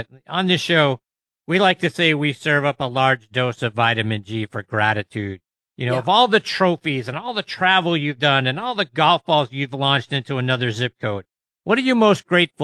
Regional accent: Pittsburgh, Pennsylvania, United States; But you know me, I'm from Pittsburgh. I'm a Penguins fan.

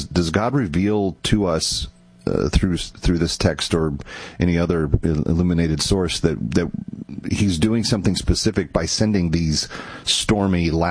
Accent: Texas, United States; It was a good old butt whooping, as we said growing up in Texas.

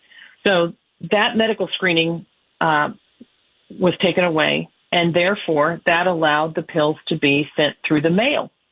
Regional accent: Indiana, United States; Texas, my home state of Indiana.

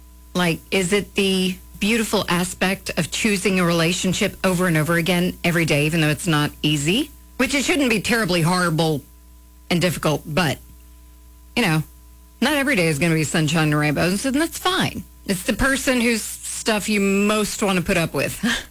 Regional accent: Tuscumbia, Alabama, United States; I grew up around Tuscumbia, where Helen Keller lived.

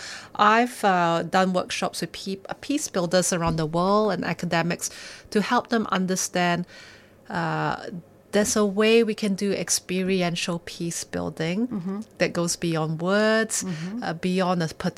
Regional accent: Malaysia; Well, I am a Malaysian by birth. So if you ever had a conversation with Malaysians, we can't stop talking about food. We can go for hours and hours. And I grew up in that context and I've traveled around the world.

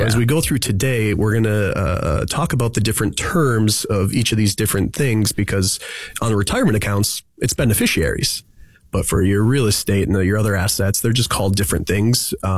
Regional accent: Wisconsin, United States; being from Wisconsin, huge Packers fan.

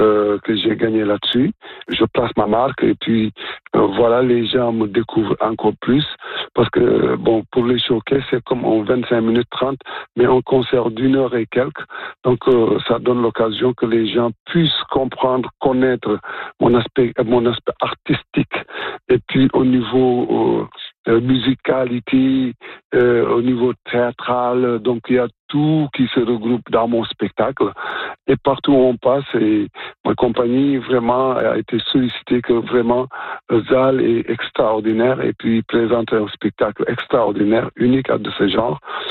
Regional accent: Ontario, Canada; Et c'était, je suis vraiment content d'être comme citoyen franco-ontarien, vraiment.

